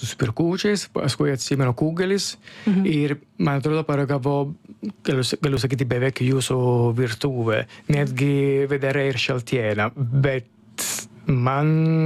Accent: Italy; Lithuanian is a second language; now in Lithuania

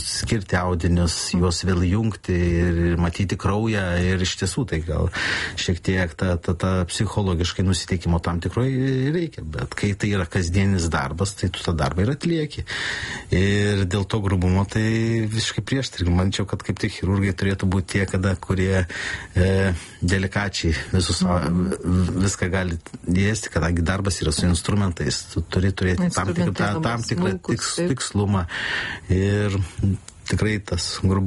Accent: Mažeikiai, Samogitia, Lithuania; now in Kaunas, Lithuania; esu iš Žemaitijos atvykęs į Kauną.

